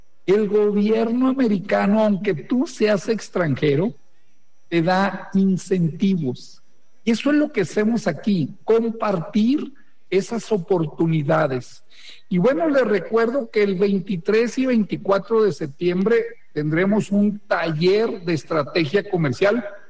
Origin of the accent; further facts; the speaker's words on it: Torreón, Coahuila, Mexico; accent: norteño; moved away as an adult; now in Guadalajara, Mexico; Yo soy paisano de ellos, de Chihuahua, por yo vivir en el, yo nací en el norte, les de acuerdo, soy de Torreón. Ya me habían oído ese tono norteñote, pues es porque allá me crié 40 años, ¿no? Y luego ya me vine acá a Guadalajara